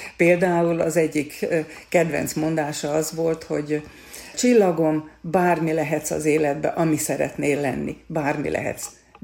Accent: Upper Hungary, Slovakia; mi mind a ketten Felvidékről származunk. Ott születtünk, ott éltünk a 18 éves korunkig, ott érettségiztünk

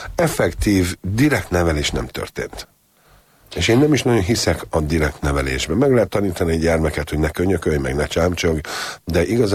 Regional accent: Hungary; born there; Ugyan itt születtünk mi Magyarországon, de visszajárván 7 vagy 8 nyarat ott töltöttem a nagyapámnál

